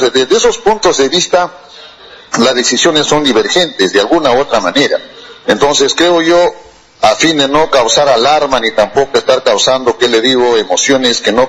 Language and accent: Spanish; Peru; nosotros como peruanos